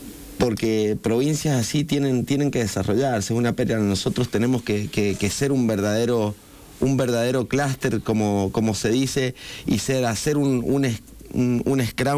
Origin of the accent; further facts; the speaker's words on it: Argentina; Entonces, bueno, yo, como te digo, como argentino